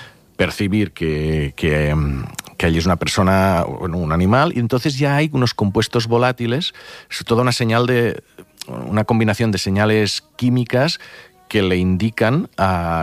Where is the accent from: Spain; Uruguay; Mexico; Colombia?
Spain; Catalonia; mira que soy del Delta del Ebre, allí mosquitos, sí, cuando dejan de fumigar...